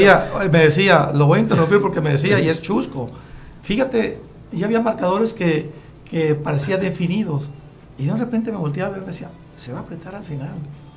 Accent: Santiago Ixcuintla, Nayarit, Mexico; somos paisanos, somos de Santiago.

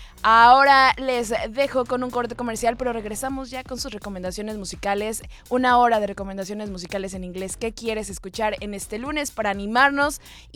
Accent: Mexico; Nos hicieron soñar, nos hicieron unirnos como mexicanos.

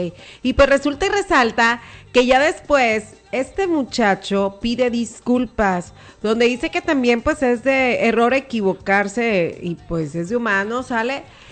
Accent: Mexico; como todos mexicanos, nosotros no somos egoístas

